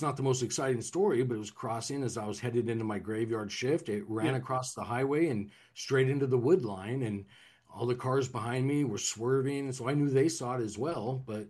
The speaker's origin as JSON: {"language": "English", "region": "California", "country": "United States", "said": "And I'm from California, and I've lived in all these states myself"}